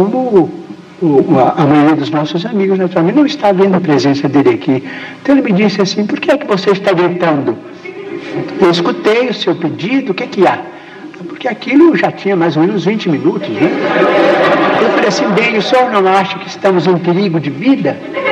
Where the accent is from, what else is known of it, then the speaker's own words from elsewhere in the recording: Pedro Leopoldo, Minas Gerais, Brazil; born there; moved away as an adult; now in Uberaba, Brazil; Pedro Leopoldo, a terra onde nasci na presente reencarnação.